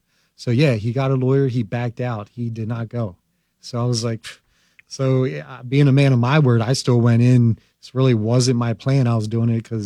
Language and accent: English; Cochranville, Pennsylvania, United States; moved away as an adult; also born or lived in Atglen, Pennsylvania; I went to Octorara in a little town called Acklin, although I was raised in Cockinville, which was just a couple miles down the road.